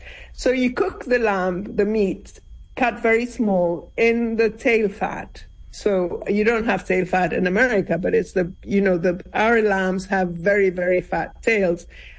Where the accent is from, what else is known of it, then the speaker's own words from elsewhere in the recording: Lebanon; I was born and lived in Lebanon before any of the troubles and in Syria